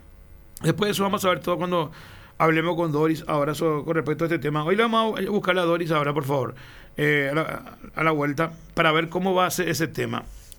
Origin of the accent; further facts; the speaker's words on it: Paraguay; todos los paraguayos